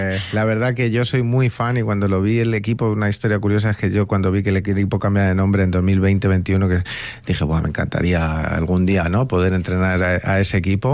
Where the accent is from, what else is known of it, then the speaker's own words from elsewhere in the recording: Spain; Que me gustaría, como español y como persona de fútbol, como yo digo, de barro, de barrio, que yo he crecido